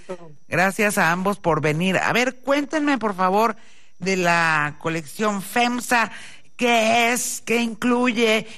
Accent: Mexico City, Mexico; Es que yo soy bien chilanga

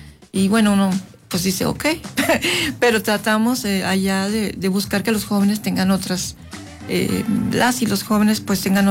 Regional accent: Sinaloa, Mexico; moved away as an adult; now in San Luis Potosí, Mexico; En Sinaloa, en mi tierra natal

